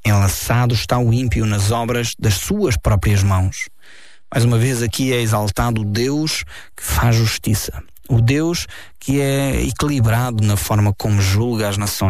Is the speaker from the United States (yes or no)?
no; Portugal; Isto é uma tremenda advertência para nós como portugueses.